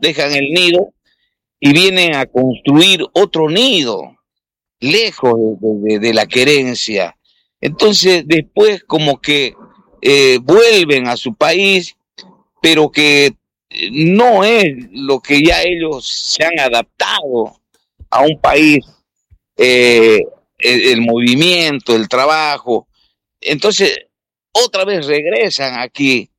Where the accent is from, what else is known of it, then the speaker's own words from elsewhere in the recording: Bolivia; Obviamente, cada migrante boliviano